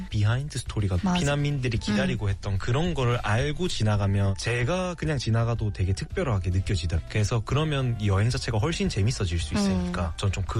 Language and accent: Korean; Yangsan, South Gyeongsang, South Korea; now in Busan, South Korea; 제가 원래는 양산 사람인데 부산에 너무 오고 나서 저 혼자 힘으로 살기 시작한 도시잖아요.